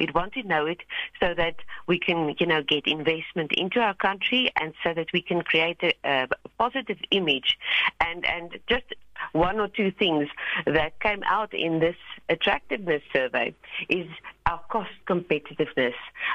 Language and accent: English; South Africa; It just signifies areas where we as South African citizens, but as well as the government and the private sector, need to focus on areas of productivity